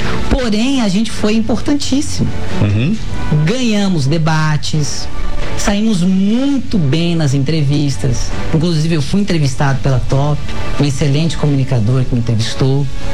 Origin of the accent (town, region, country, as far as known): Campo Grande, Mato Grosso do Sul, Brazil; born there